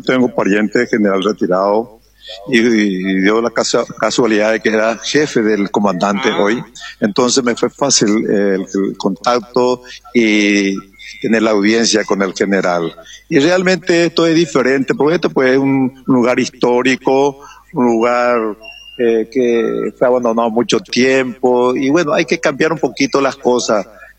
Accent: Caapucú, Paraguarí, Paraguay; Yo soy del distrito de Caapucú.

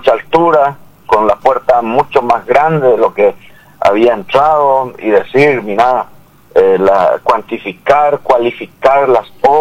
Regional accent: San Estanislao, San Pedro, Paraguay; mis queridos compueblanos del departamento de San Pedro y de nuestro querido distrito de San Estanislao.

